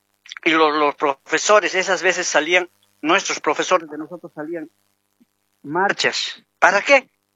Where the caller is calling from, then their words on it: Cochabamba, Bolivia; desde Cochabamba